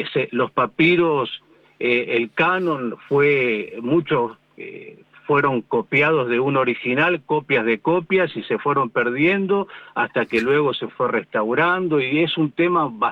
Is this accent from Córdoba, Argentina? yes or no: no; Buenos Aires, Argentina; now in Luján, Argentina; Nosotros somos porteños, vivimos en Luján, pero somos porteños.